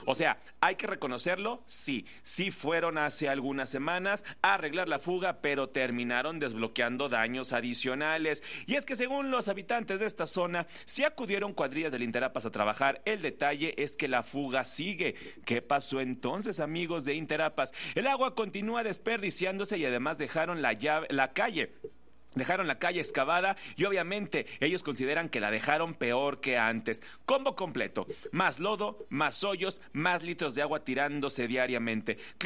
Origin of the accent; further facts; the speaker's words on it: Mexico; cómo somos los mexicanos